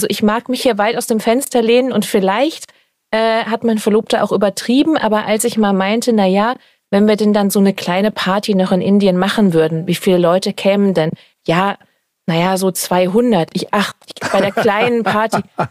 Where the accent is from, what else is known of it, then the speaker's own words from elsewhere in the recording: Freiburg, Baden-Württemberg, Germany; now in Hamburg, Germany; ich komme ja ursprünglich aus Freiburg, aus dem Süden.